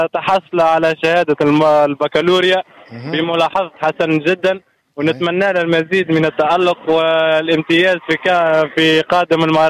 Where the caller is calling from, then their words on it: Teboulba, Monastir Governorate, Tunisia; من معتمدية طبلبة.